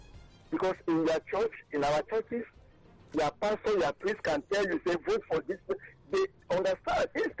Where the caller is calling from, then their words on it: Edo, Nigeria; I'm calling from Edo.